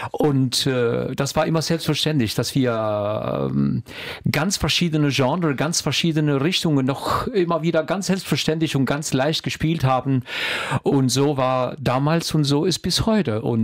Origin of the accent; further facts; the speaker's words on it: Albania; moved away as an adult; ich komme selbst aus Albanien und dort habe ich Komposition studiert